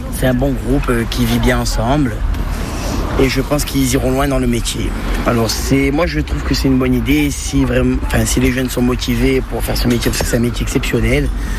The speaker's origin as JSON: {"language": "French", "town": "Bastia", "region": "Corsica", "country": "France", "tie": "born or raised there", "said": "j'ai 21 ans, je suis originaire de Bastia."}